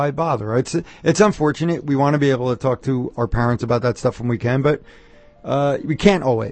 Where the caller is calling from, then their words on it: Newark, New Jersey, United States; Yeah, I'm calling from Green Street in Newark.